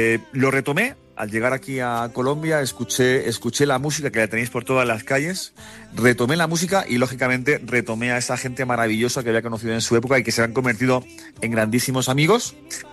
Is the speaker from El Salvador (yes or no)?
no; Alicante, Valencian Community, Spain; En lo que era en mi ciudad natal, en Alicante.